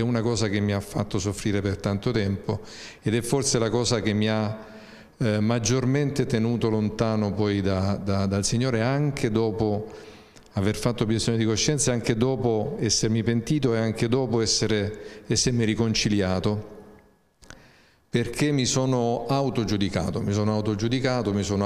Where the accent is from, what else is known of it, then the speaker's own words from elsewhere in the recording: Lecce, Apulia, Italy; moved away as an adult; now in Perugia, Italy; io vengo da Lecce, quindi 700 chilometri più a sud-est da Perugia, e vivo a Perugia da 45 anni.